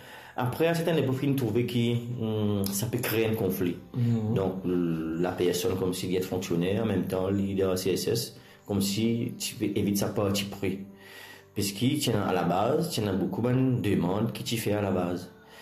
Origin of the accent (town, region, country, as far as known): Rodrigues, Mauritius